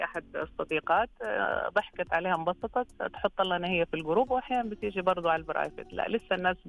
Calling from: Jeddah, Makkah Province, Saudi Arabia; من جدة أنا في السيارة

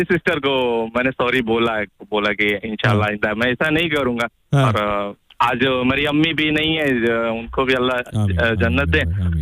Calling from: Siwan, Bihar, India; मैं वैसे बिहार से बिलोंग करता हूँ भाई।

